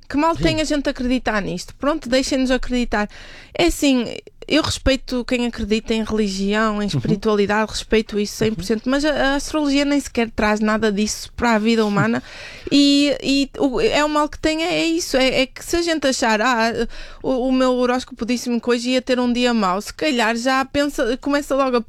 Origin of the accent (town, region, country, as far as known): Viana do Castelo, Norte, Portugal; born or raised there; moved away